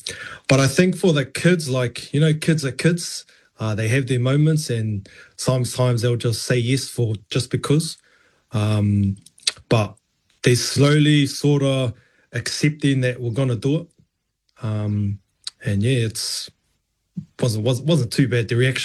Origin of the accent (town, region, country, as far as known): Auckland, New Zealand; born or raised there